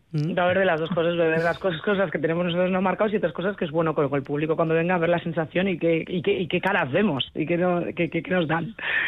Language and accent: Spanish; Basque Country, Spain; Y yo también como mujer vasca, pero en mi caso negra y madre, ¿no?